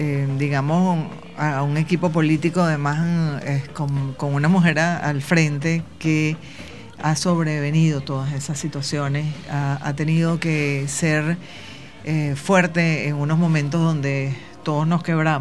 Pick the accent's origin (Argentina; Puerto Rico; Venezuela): Venezuela; es nuestra lo que nos impulsa a seguir siendo venezolanos y para seguir luchando cada día más.